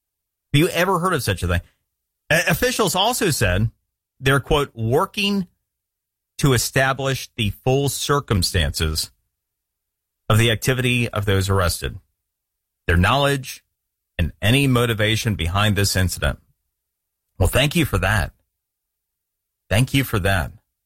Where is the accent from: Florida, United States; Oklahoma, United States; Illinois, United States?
Florida, United States; than it is, say, in my home state of Florida?